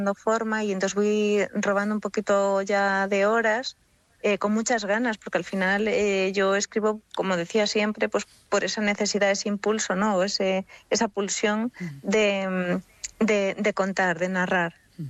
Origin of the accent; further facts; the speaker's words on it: Galicia, Spain; mayor conexión tengo yo con mi tierra, que la tengo, y soy capaz de sentirla con más fuerza, tengo el poder para trasladarla al papel, ¿no? A darle forma con palabras y hacer que llegue a otras personas. Y también de esa manera ellos ya no solamente lo sienten o sienten la emoción, sino que se sienten en Galicia